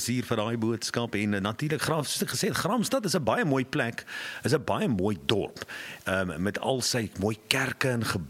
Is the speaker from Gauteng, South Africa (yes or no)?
no; Mossel Bay, Western Cape, South Africa; born there; Weer Mosselbaai, my geboortedorp Mosselbaai.